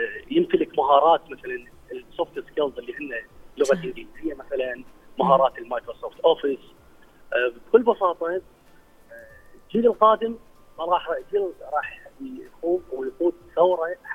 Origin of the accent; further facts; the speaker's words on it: Iraq; احنا عراقيين